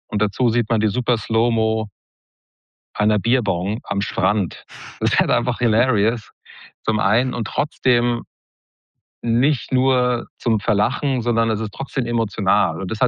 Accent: Maintal, Hesse, Germany; born or raised there

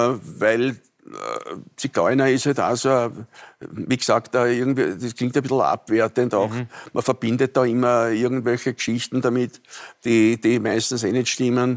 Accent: Vienna, Austria; also born or lived in Burgenland; Aber ich bin Wiener, ich bin in Wien aufgewachsen, ich war in Wien im Kindergarten, in Schulen und alles.

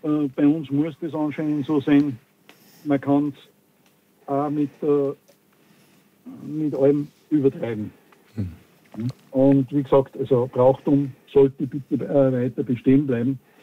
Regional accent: Austria; also jetzt nicht nur bei uns in Österreich, sondern egal in was für ein Land

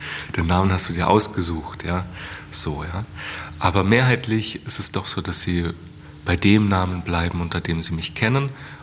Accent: Germany; now in Austria; Ja, also ich bin ja Deutscher.

